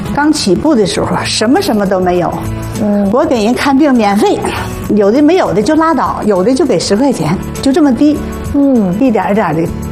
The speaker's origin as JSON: {"language": "Chinese", "town": "Qiqihar", "region": "Heilongjiang", "country": "China", "moved": "as an adult", "lives_now": "Beijing, China", "said": "黑龙江省齐齐哈尔。"}